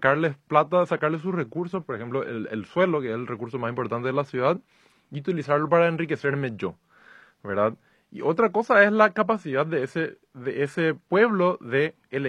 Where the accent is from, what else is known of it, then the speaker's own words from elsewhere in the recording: Asunción, Paraguay; somos los asuncenos que vivimos en esta ciudad.